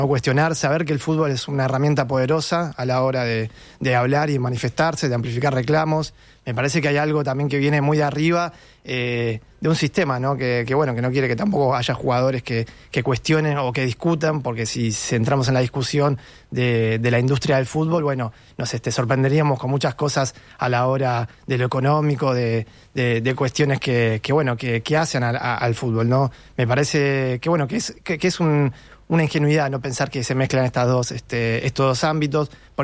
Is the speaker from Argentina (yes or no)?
yes; Argentina; porque soy de Argentina